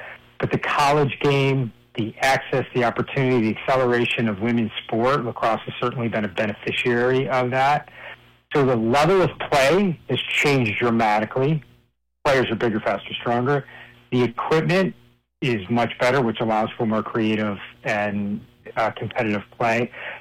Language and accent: English; New York, United States; I grew up in Western New York and upstate New York in a small town.